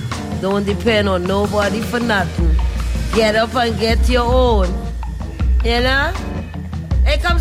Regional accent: Trinidad & Tobago; now in Baltimore, United States; I came from Trinidad and Tobago. And I ended up in Baltimore, Maryland, and this is where I've been since.

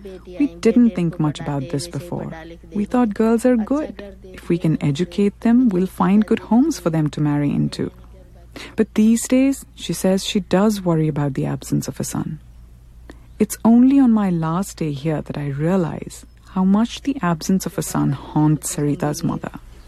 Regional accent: India; Now, I grew up in India, in an urban middle-class family.

